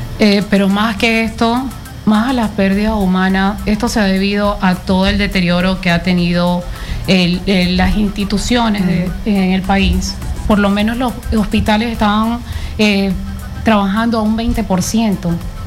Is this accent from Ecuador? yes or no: no; Venezuela; now in Peru; te hablo como venezolana y también como hermana, que tengo familias allá en Venezuela.